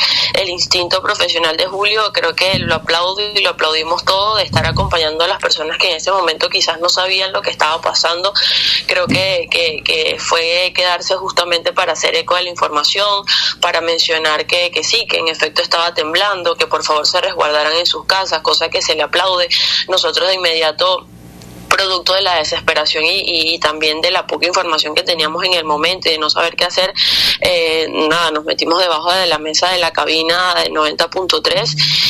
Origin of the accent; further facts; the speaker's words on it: Venezuela; somos venezolanos y eso va en nuestro gen.